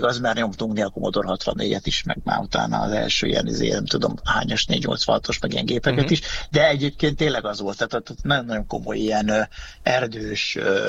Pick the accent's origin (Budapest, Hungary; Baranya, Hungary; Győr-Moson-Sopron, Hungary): Budapest, Hungary; lakótelepen nőttem föl, ez ugye a gazdagréti lakótelep, ami akkor még nem volt ennyire körbeépítve, mint most, tehát az most gyakorlatilag más lakóparkokkal körbeépített terület